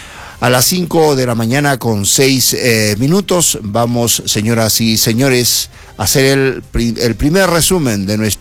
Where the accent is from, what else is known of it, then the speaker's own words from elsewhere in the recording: Peru; como somos los peruanos y peruanas, siempre aguerridos, siempre luchadores, siempre creativos